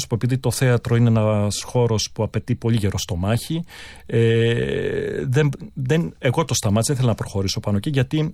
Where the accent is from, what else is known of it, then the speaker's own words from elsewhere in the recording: Greece; moved away; also born or lived in New York; της δικής μου ματιάς και ως Έλληνας